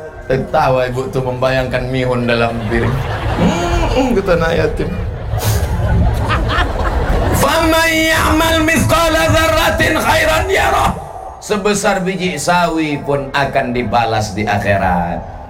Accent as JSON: {"language": "Indonesian", "region": "West Sumatra", "country": "Indonesia", "said": "Saya bukan orang Melayu, Pak Ustaz. Saya Minangkabau, Pak Ustaz."}